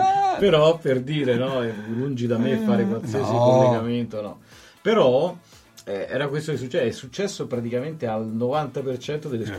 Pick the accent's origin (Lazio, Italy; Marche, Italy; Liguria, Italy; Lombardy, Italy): Lazio, Italy; Rome; Infatti, pure mio figlio, che noi, io e mia moglie, siamo romani, quindi in casa comunichiamo in romano.